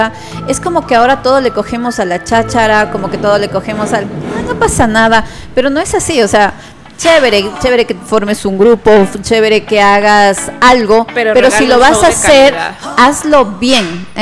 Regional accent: Ecuador; no seamos malos entre nosotros mismos como ecuatorianos

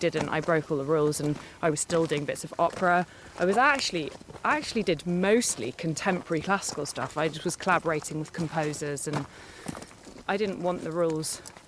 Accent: Oxford, South East England, United Kingdom; also born or lived in Florence, Italy; And then I was born in Italy, in Florence, because my dad was doing his PhD out there. And then we came to Oxford when I was pretty little.

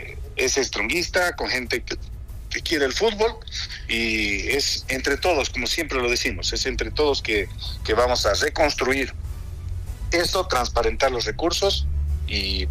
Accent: Bolivia; De ellos nos toca pedir disculpas, Yasmani, como bolivianos.

